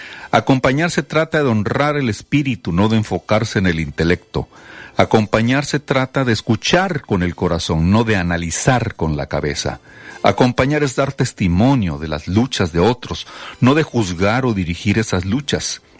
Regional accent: Mexico; Pocos mexicanos conocemos la raíz negra de nuestra actual nación.

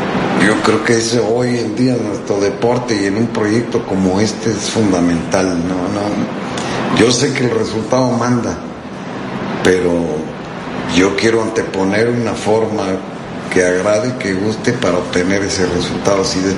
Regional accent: Mexico; yo soy técnico mexicano

